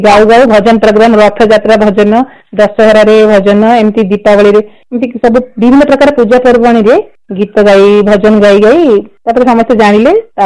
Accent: Gop, Odisha, India; ଆମର ବାଲେଶ୍ୱର ଜିଲ୍ଲାରେ ଥିଲି, ଗୋପ ଗ୍ରାମରେ ଜନ୍ମ ହେଇଥିଲି, ପଞ୍ଚମ ଶ୍ରେଣୀ ପାଠ ପଢୁଥିଲି

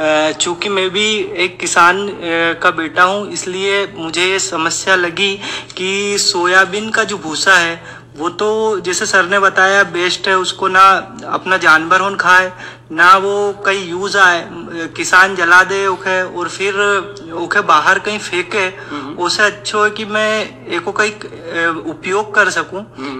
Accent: Harda, Madhya Pradesh, India; मैं वैसे हरदा से आता हूँ

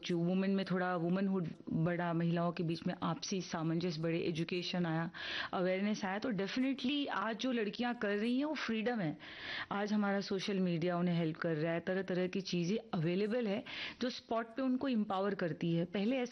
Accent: Uttar Pradesh, India; क्योंकि हम उत्तर प्रदेश से हैं, राजस्थान हुआ या हरियाणा हुआ, ये सब जगह पे girl child ratio, sex ratio बहुत लो था 2008 में।

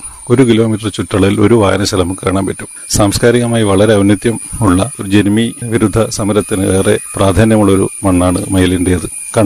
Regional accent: Mathamangalam, Kerala, India; moved away as an adult; now in Mayilvelam, India; സ്വന്തം സ്ഥലം മാതമംഗലത്താണ്, പയ്യന്നൂരിന്റെ അടുത്ത്. ജോലി ആവശ്യമായി ഇങ്ങോട്ട് താമസം മാറ്റിയതാണ്.

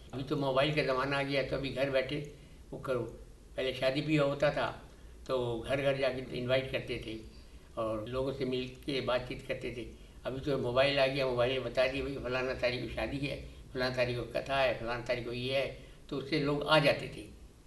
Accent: Port Blair, Andaman and Nicobar Islands, India; also born or lived in Aberdeen Bazaar, Port Blair; पहले आपका पैदा हुए अपरेडिंग बाजार में, जो आपका टैक्सी स्टैंड है वहाँ पे पैदा हुए थे। फिर उसके बाद में हम लोग ने जंगली घाट आ गए थे। फिर मैं जंगली घाट पे रहने लगा हूँ। फिर वहीं मेरा जो है बचपन उम्र है वो हम बिताए।

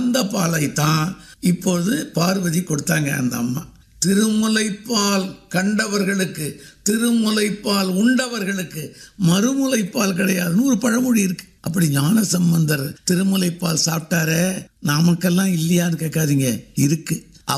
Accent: Chidambaram, Tamil Nadu, India; சிதம்பரமே தான். அங்க இருந்து கொண்டு தமிழ் பணியும் இறை பணியும் செய்கிறேன்.

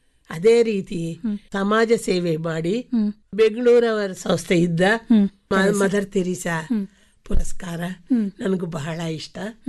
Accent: Andhra Pradesh, India; now in Mysore, India; ಆಂಧ್ರದವಳು, ಕರ್ನಾಟಕ ಮೈಸೂರಲ್ಲಿದ್ದರೆ ಕನ್ನಡದವಳು ಅಂತ ಹೇಳ್ತೀನಿ. ಆಂಧ್ರ ಪ್ರದೇಶ ಹುಟ್ಟಿದ ಊರಾದರೆ ಮೈಸೂರು ಅತ್ತೆ ಮನೆ ಆಗಿದೆ ನನಗೆ.

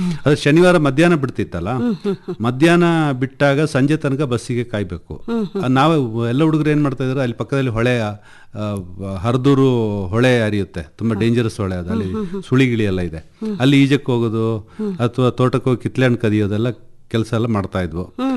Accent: Suntikoppa, Karnataka, India; also born or lived in Koynadu / Sampaje / Madapura; so ನಮ್ಮ ಬಾಲ್ಯಕಾಲ ಕೊಡಗಿನ ಸುಟ್ಟಿಕೊಪ್ಪದ Sandalwood ಅಂತ ಇದೆ ಗದ್ದೆಹಾಳ

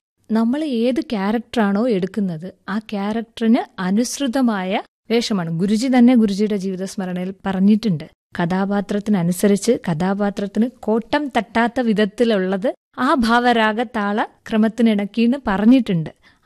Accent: Kerala, India; അപ്പൊ ഞാൻ മാത്രമേ മലയാളിയുള്ളൂ.

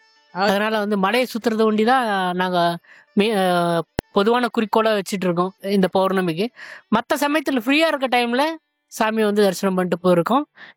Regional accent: Tamil Nadu, India; now in Hyderabad, India; திருத்தணிமா, திருத்தணி வட்டம், கனகமாச்சித்திரம்.

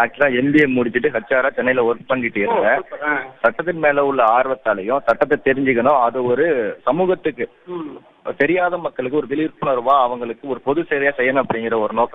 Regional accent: Kulamangalam, Tamil Nadu, India; moved away as an adult; also born or lived in Chennai; now in Nagapattinam, India; என்னோட சொந்த ஊர் பாத்தீங்கன்னா தஞ்சாவூர் மாவட்டம் ஒரத்தநாடு வட்டம் குளமங்கலம் கிராமம்.

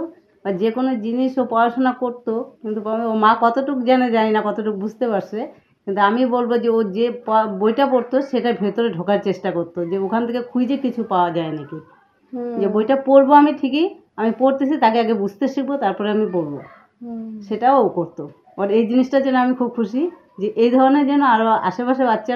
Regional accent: Jalpaiguri, West Bengal, India; আমি শ্রেয়সীর মাসি, আমার বাড়ি জলপাইগুড়ি।

